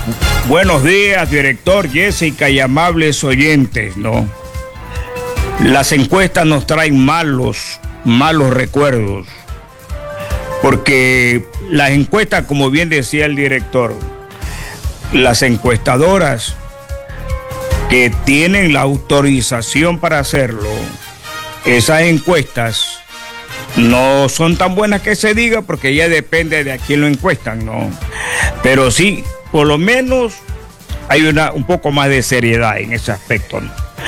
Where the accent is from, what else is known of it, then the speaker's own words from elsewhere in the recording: El Oro, Ecuador; Buenos días en mi provincia del Oro. Buenos días en mi país Ecuador.